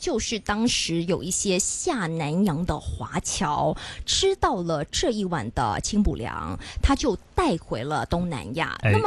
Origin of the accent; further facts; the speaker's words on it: Hong Kong; 因为呢它可以呢变成是我们香港人广东人最爱的一款东西